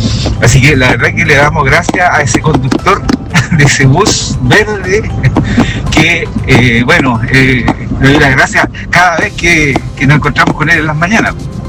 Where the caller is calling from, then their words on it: Los Ángeles, Biobío, Chile; soy del sector de Biro Sur.